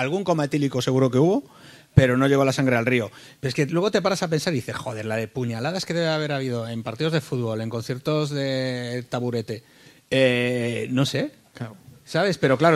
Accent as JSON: {"language": "Spanish", "town": "A Coruña", "region": "Galicia", "country": "Spain", "tie": "born or raised there", "said": "en mi barrio de pequeño, en Monte Alto, en La Coruña"}